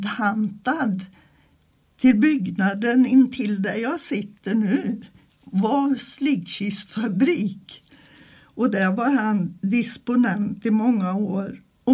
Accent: Falköping, Västra Götaland County, Sweden; Så att vi flyttade hit när jag var 6 veckor gammal. Och sen dess har min hemort så när som på några år varit just Falköping.

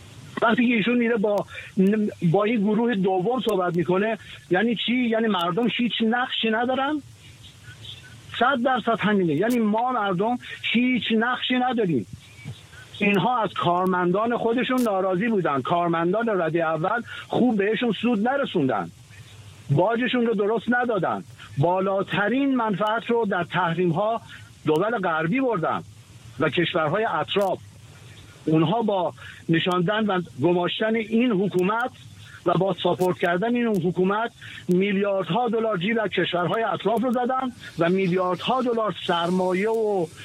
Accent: Iran; امروز ما ناراحت و گرفتار این هستیم که یک کشور خارجی به قسمتی از وطن و بدن ما ح

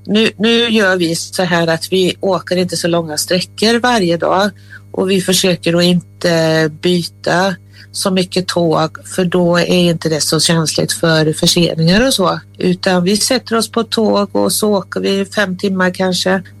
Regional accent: Karlstad, Värmland, Sweden; Jag är uppvuxen i Karlstad och Värmland ligger ju väldigt nära Norge, så vi åkte mycket i Norge när jag var liten.

